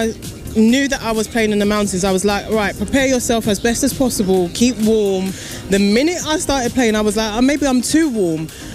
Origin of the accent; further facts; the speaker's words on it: London, United Kingdom; I'm based in, you know, born and raised in London, UK.